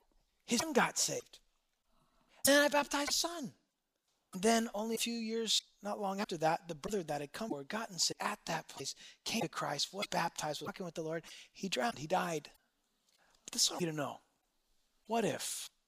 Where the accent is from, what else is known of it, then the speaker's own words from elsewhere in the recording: United States; We grew up in Orange County.